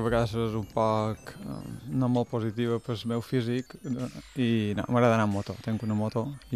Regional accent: Palma, Balearic Islands, Spain; now in Pòrtol, Spain; Bé, originalment nosaltres som de Palma, però actualment visc a Pòrtol.

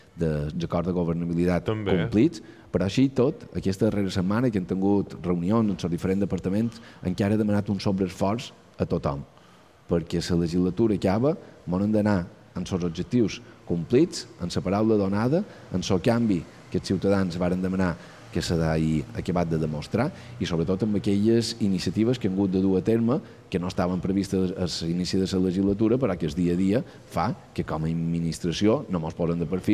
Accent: Balearic Islands, Spain; perquè de com siguem, de quin poble siguem, som mallorquins i això és el que hem de defensar.

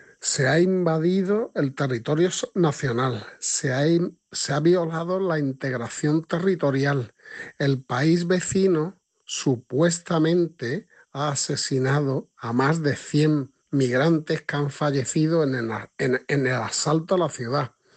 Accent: Ceuta, Spain; born there; now in Málaga province, Spain; caballa de nacimiento y fiel seguidor de nuestro club, la de Ceuta. Resido en la provincia de Málaga

